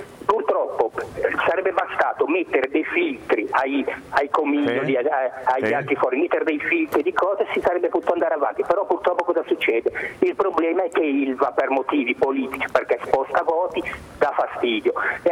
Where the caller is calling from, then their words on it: Genoa, Liguria, Italy; da Voltri.